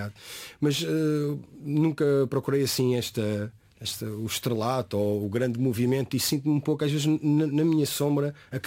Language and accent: Portuguese; Torres Vedras, Lisbon, Portugal; born there; em Torres Vedras, na cidade onde eu vivo, onde eu nasci